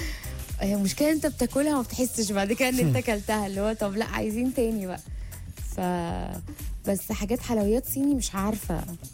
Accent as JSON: {"language": "Arabic", "country": "Egypt"}